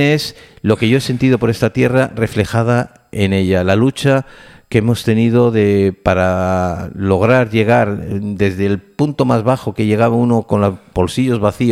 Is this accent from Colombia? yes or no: no; San Sebastián, Basque Country, Spain; now in Canary Islands, Spain; como vengo yo de Donosti, de la zona norte de Guipúzcoa